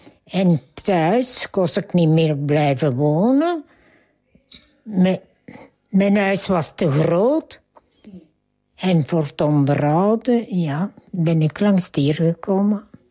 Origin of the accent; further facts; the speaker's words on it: Overijse, Flemish Brabant, Belgium; En ook mensen van Overijse. Ik ben van Overijse.